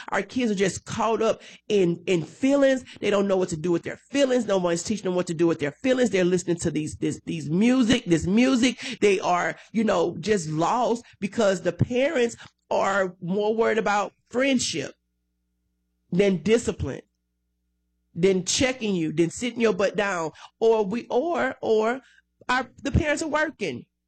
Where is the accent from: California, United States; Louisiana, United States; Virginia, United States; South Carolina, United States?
Louisiana, United States; Baton Rouge; born there; moved away as an adult; I came back here from Baton Rouge. I went to high school in BR, did some college work, you know, all those type of things in BR.